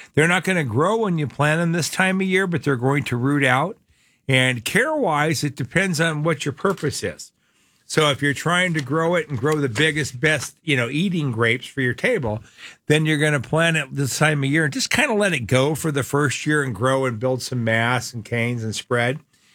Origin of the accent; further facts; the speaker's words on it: Phoenix, Arizona, United States; You know, when I grew up here in Sunny Slope, my father's orchid tree is still there.